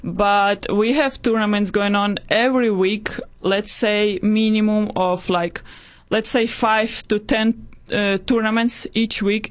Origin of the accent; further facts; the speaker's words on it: Ukraine; I am from Ukraine